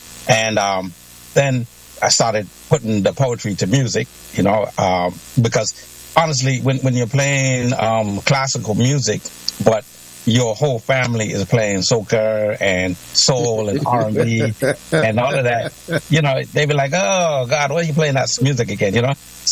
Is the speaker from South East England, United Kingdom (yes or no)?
no; London, United Kingdom; born there; So I'm a British citizen born in London with a Catician and Antiguan parents.